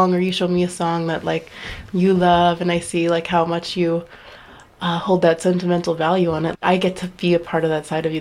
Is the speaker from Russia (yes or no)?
yes; Russia; moved away